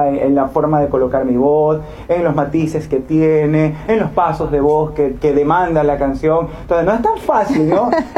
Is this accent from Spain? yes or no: no; Ecuadorian coast, Ecuador; todo el equipo, incluyéndome, somos costeños.